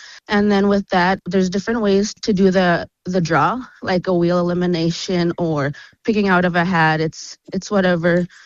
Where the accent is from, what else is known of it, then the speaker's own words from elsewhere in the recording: Sandy Bay, Saskatchewan, Canada; I'm from Sandy Bay, Saskatchewan.